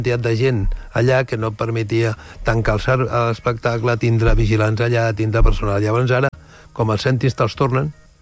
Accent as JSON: {"language": "Catalan", "region": "Catalonia", "country": "Spain", "said": "Sóc català, sóc patidor."}